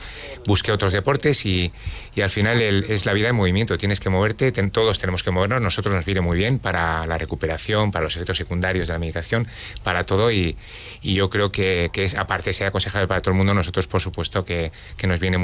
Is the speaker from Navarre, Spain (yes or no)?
yes; Pamplona, Navarre, Spain; Yo vengo de Pamplona.